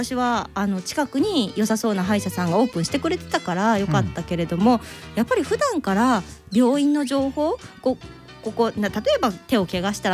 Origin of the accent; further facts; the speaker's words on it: Osaka, Japan; now in Ishikawa, Japan; 私大阪出身で石川県に引っ越してきたんですね。